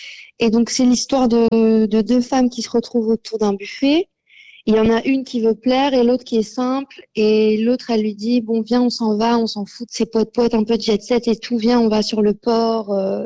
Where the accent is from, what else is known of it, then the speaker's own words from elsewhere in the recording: Sanary-sur-Mer, Provence-Alpes-Côte d'Azur, France; also born or lived in Toulon; Oui, je suis née à Toulon, j'ai grandi à Sanary.